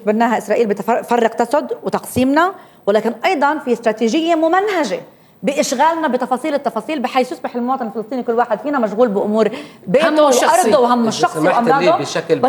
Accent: Palestine; انا كفلسطيني

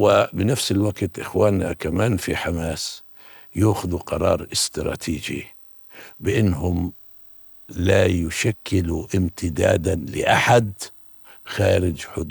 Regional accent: Palestine; إحنا كفلسطينيين ما بتقدر أنت تعزلنا عن التاريخ.

